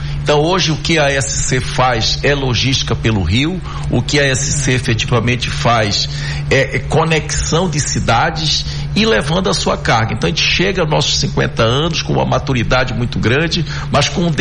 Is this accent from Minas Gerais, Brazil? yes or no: no; Parintins, Amazonas, Brazil; now in Manaus, Brazil; eu sou de Parintins e sou do Parintins do Caprichoso